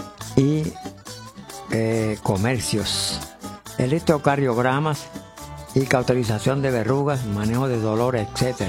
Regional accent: Añasco, Puerto Rico; Allá en mi pueblo Añasco, en Casey.

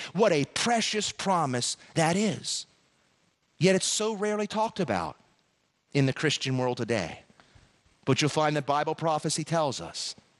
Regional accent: Pennsylvania, United States; in my home state of Pennsylvania, where I'm originally from.

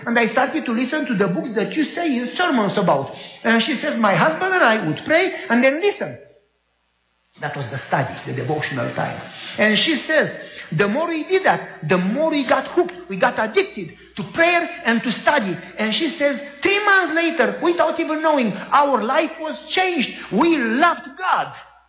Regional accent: Romania; moved away; I said, from Romania.

